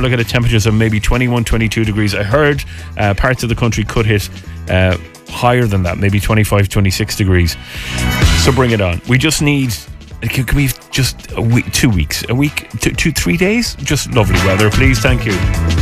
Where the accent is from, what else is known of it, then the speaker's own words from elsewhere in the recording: Ireland; I've been in late 30s in Portugal, and we're not built for it as Irish people.